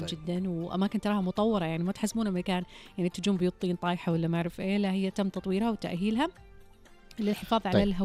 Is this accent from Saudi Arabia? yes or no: yes; Riyadh, Riyadh Province, Saudi Arabia; طفولتي كانت في الرياض في الملز،